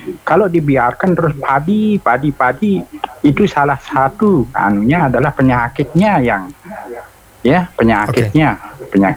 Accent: West Nusa Tenggara, Indonesia; Saya dari Lombok Utara niki, Pak.

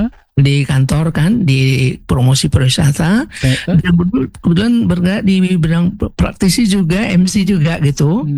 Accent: West Sumatra, Indonesia; Kalau kita Minang enggak pakai batik di bawah.

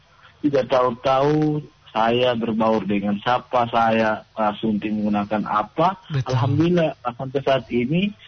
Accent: Tapa District, Gorontalo, Indonesia; di kampung halaman saya, di Kecamatan Tap, apalagi di Kabupaten Bandar Belango.

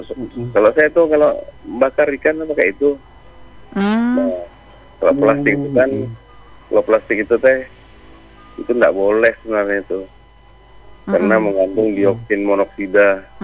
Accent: West Java, Indonesia; Kita Sunda teh lupa teh, enak tuh apa ya?

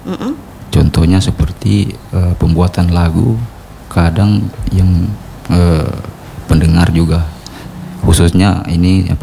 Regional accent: Tojo Una-Una, Central Sulawesi, Indonesia; first language Taa; bahasa daerah saya itu kan bahasa Tah, saya asli suku Tah.

